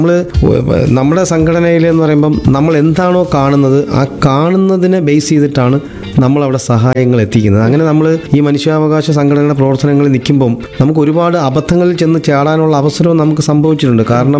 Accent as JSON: {"language": "Malayalam", "town": "Kollam", "region": "Kerala", "country": "India", "tie": "born or raised there", "said": "ശരിക്കും സ്വദേശം കൊല്ലം പള്ളിമുക്കിലാണ്. ഇപ്പൊ താമസിക്കുന്നത് കൊട്ടിയത്താണ്."}